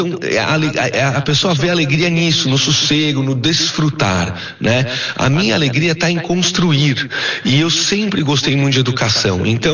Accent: São Paulo, Brazil; also born or lived in Paraná; eu sou de São Paulo, então fui para o Paraná para essa missão.

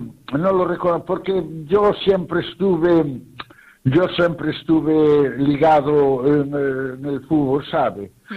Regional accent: Redondela, Galicia, Spain; como soy un amante de mi pueblo y sí. Sabes que Redondela hay muchas actividades lúdicas y de cultura y de todo eso

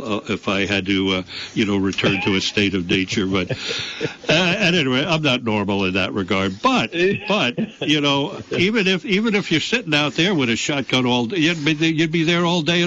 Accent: New York City, New York, United States; When I was a kid growing up in the Bronx, I actually thought that like oranges and apples and things like that all came from Christini's or the A&P.

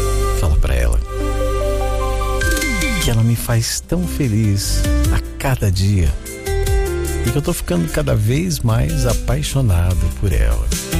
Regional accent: Vinhedo, São Paulo, Brazil; sou de Vinhedo, em Campinas, São Paulo.

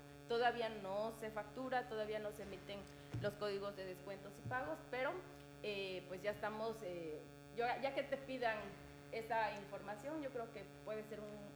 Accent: Chicumul, Campeche, Mexico; yo soy de Chicumul y ella de Sabancuy

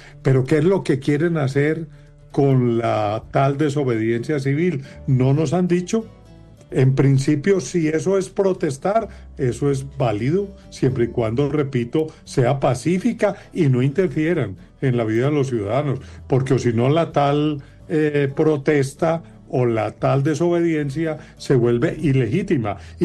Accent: Colombia; Y mire usted cómo somos los colombianos

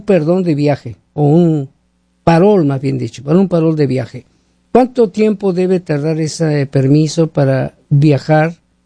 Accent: Ecuador; Mañana tengo corte por medio de asilo. Es mi primera corte. ¿Qué sabe la abogada? Están deportando, soy del Ecuador.

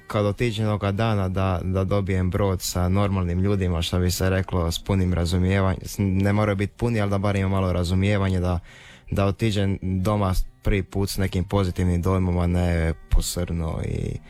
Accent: Šmrika, Primorje-Gorski Kotar County, Croatia; moj Nonić nas je odgojil na moru, na barkami, u jednoj lipoj uvalici, dali kod nas u Šmriki

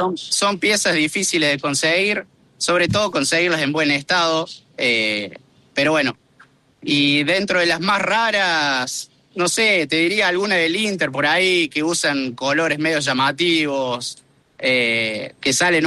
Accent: Arroyito, Córdoba, Argentina; accent: tonada cordobesa; De Arroyito, Córdoba, a 120 kilómetros de la capital.

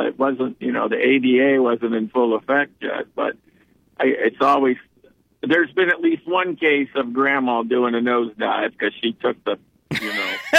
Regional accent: Portage Lakes, Ohio, United States; I grew up in the Portage Lakes

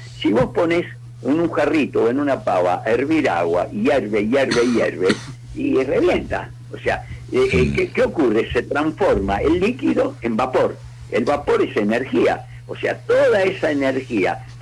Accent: Argentina; Bueno, somos argentinos y hablamos así.

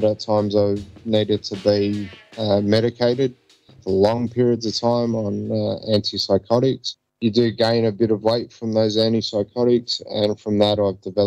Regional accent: New South Wales, Australia; particularly because it was not in my home state of New South Wales.

